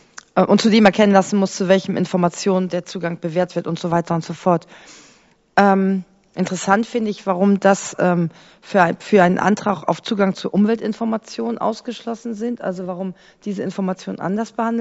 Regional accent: Quickborn, Schleswig-Holstein, Germany; Ich kann da so ein Lied singen aus meiner Heimatstadt Quickborn.

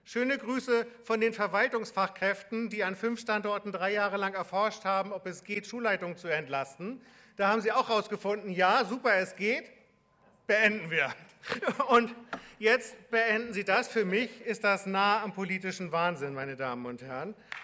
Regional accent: Reinbek, Schleswig-Holstein, Germany; Ich komme aus Rheinbeck.

